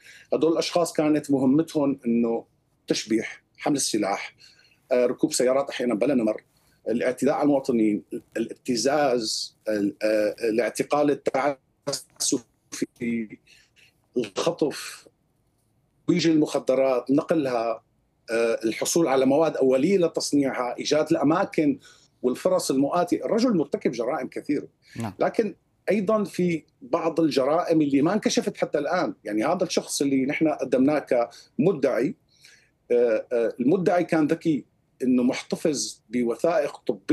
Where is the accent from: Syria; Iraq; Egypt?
Syria; now in Brussels, Belgium; موضوع أيضا دمغ الأحكام عندنا في سوريا هذه أنا بشوفها ثغرة